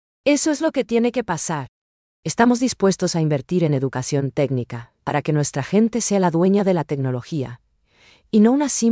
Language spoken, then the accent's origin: Spanish; Paraguay; esa conexión especial que nos define como paraguayos